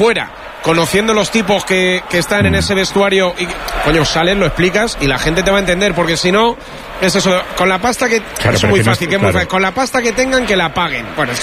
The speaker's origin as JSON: {"language": "Spanish", "town": "Santa Cruz del Valle", "region": "Castile and León", "country": "Spain", "said": "Mira, yo he salido esta mañana de mi pueblo, de Santa Cruz del Valle, para venirme prontito."}